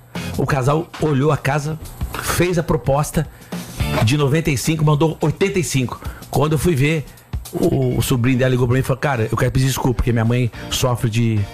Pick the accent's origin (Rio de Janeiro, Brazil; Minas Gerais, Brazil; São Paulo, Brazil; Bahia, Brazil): Rio de Janeiro, Brazil; eu sou carioca.